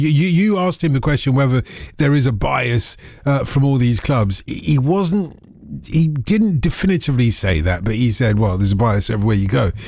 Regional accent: Tottenham, London, United Kingdom; And, you know, I grew up in Tottenham

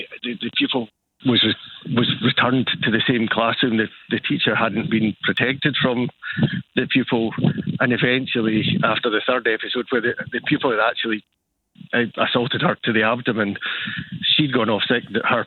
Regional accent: Dumfries, Scotland, United Kingdom; I'm actually from Dumfries originally

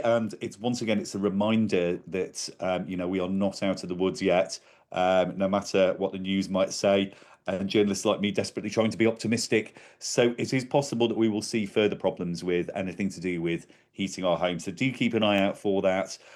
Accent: Manchester, North West England, United Kingdom; I'm very proud of my Northwest heritage. I'm from Manchester

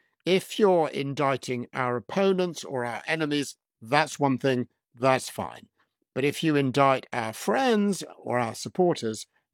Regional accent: United Kingdom; I'm a British national.

